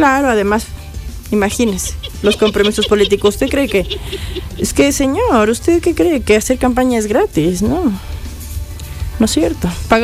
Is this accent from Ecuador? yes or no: yes; Ecuador; Como buenos ecuatorianos, el 16 de noviembre se nos acredita el décimo